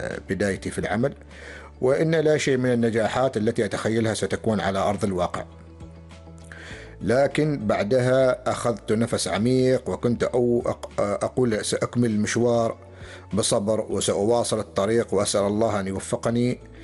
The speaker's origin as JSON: {"language": "Arabic", "country": "Oman", "said": "كذلك نحن كعمانيين شابين وشابات نستطيع فعلا إن شاء الله تعالى نوصل إلى مستويات عالية"}